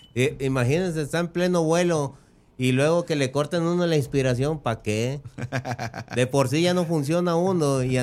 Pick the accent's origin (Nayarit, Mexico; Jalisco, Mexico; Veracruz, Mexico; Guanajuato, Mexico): Nayarit, Mexico; Acaponeta; born there; En el meritito Caponeta, Nayarit, señor.